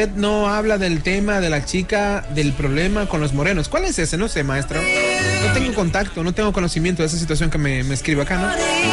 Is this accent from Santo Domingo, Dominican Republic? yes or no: yes; Pantoja, Santo Domingo, Dominican Republic; Hola, yo soy de Pantoja.